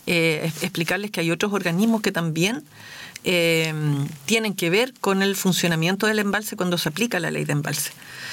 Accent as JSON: {"language": "Spanish", "town": "Linares", "region": "Maule", "country": "Chile", "tie": "born there", "said": "Yo soy de acá de Linares, nací en Linares"}